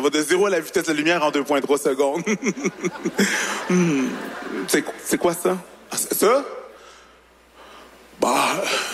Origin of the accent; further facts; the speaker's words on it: Longueuil, Quebec, Canada; accent: Longueuil; Puis je leur réponds, Longueuil. Je viens de Longueuil. C'est un accent de Longueuil, là. Mon pays d'origine.